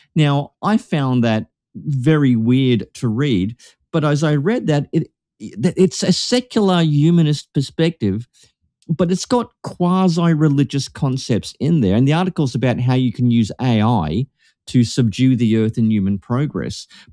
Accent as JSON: {"language": "English", "town": "Melbourne", "region": "Victoria", "country": "Australia", "said": "from Melbourne, Australia, joined by..."}